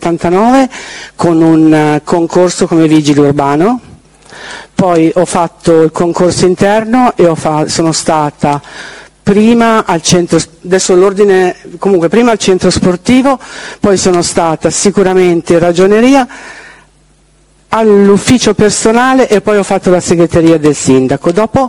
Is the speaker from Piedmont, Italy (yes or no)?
yes; Stresa, Piedmont, Italy; born there; Sono nata a Stresa il 13 ottobre 1958.